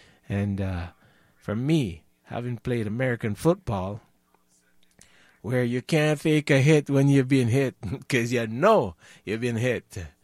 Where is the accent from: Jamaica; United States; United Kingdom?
Jamaica; Hanover; now in Vancouver, Canada; We come from Hanover Town. Yes, West End, man. West End. Right there before you go to Green Island.